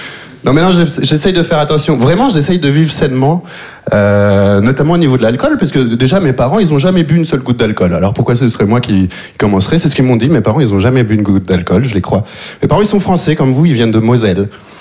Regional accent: Belgium; Voilà, c'est vrai que je viens de Belgique. Je suis arrivé en Belgique quand j'avais 3 ans. J'ai vécu toute ma vie là-bas.

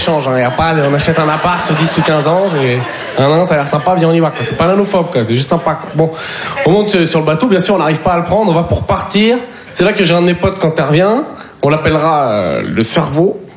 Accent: Poitiers, Nouvelle-Aquitaine, France; Savoir que moi, en plus, je viens de Poitiers.

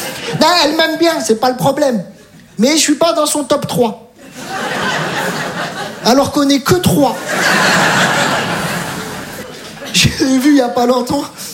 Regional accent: Metz, Grand Est, France; Je viens de Metz, j'ai tout abandonné.

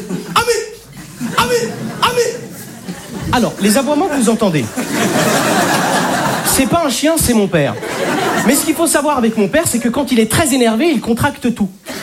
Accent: Algeria; Je suis algérien.

